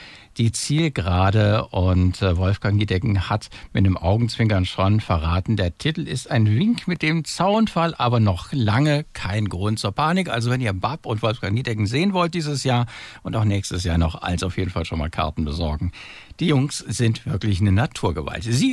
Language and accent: German; Rhineland, Germany; Als Rheinländer habe ich nicht ganz so viel Probleme damit, Kölsch zu sprechen, aber die Kölner können es definitiv besser.